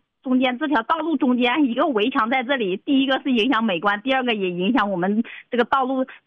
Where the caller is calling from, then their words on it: Changsha, Hunan, China; 我是这个长沙市雨花区东山街道。